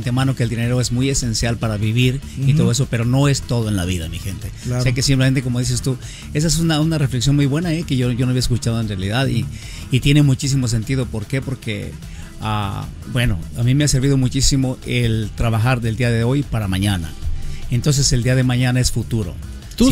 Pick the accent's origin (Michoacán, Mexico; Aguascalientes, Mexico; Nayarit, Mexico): Michoacán, Mexico; moved away; Bueno, obviamente yo soy de Michoacán, México, y bueno, a muy temprana edad yo me fui para el DF a trabajar.